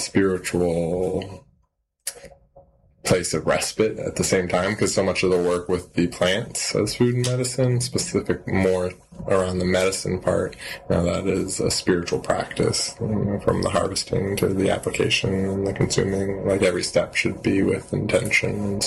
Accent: Fairbanks, Alaska, United States; also born or lived in Mentasta; I grew up in Fairbanks, kind of split between the two, Fairbanks and Mentasta, the village that my family's from. And so growing up, well, we lived on the fringe of Fairbanks, and so I was like really far out, kind of on the hill.

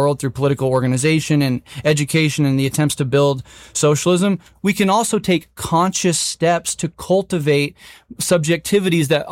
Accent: Omaha, Nebraska, United States; born there; I'm an American. I'm born in Omaha, Nebraska.

